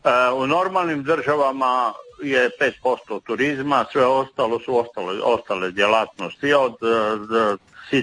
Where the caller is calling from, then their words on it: Pula, Istria County, Croatia; Kod nas u Puli je turizam 90% prihoda